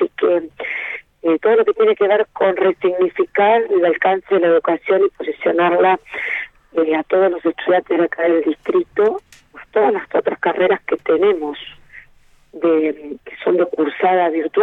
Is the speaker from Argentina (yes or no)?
yes; Bahía Blanca, Buenos Aires Province, Argentina; now in Villarino, Argentina; yo soy de Bahía Blanca y me siento una más de acá del distrito, hace muchos años que estoy